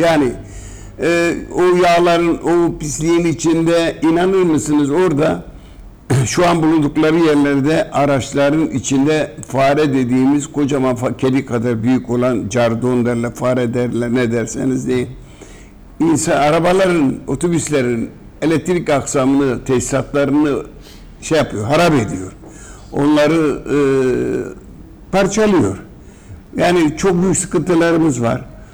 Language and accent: Turkish; Mardin, Turkey; now in Mersin, Turkey; benim memleketim Mardin